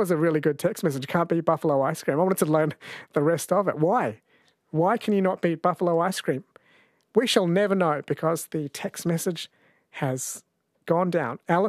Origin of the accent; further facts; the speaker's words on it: Kerala, India; born there; Mañana in Malayalam, I was born in Kerala, means yesterday.